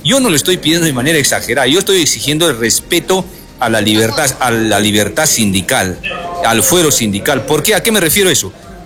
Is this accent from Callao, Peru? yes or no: no; Arequipa, Peru; Estamos reclamando un justo derecho como arequipeños.